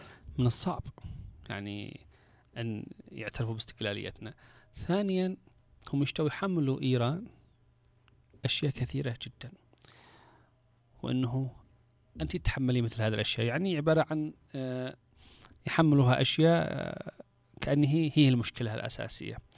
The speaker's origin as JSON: {"language": "Arabic", "country": "Yemen", "said": "إحنا من اليمن"}